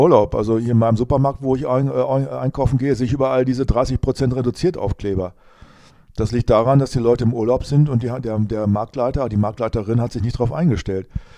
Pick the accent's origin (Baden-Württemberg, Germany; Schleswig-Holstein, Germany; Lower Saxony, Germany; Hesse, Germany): Lower Saxony, Germany; Rinteln; ich bin da zwar nicht gläubig geworden, aber eigentlich doch und auch aufgewachsen in der Jesus-Gemeinde in Rinteln.